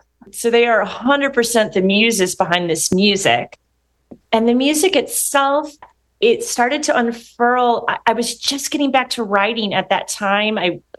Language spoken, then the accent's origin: English; St. Louis, Missouri, United States; moved away; my family actually moved to my hometown of St. Louis, Missouri, and we lived near the grandparents.